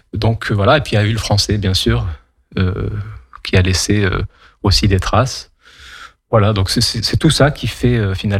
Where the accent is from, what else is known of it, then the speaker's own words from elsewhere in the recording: Kabylie, Algeria; En fait, même si je suis kabyle, je parle le kabyle, donc le dialecte, mais la langue amazigh écrite, je ne la parle pas.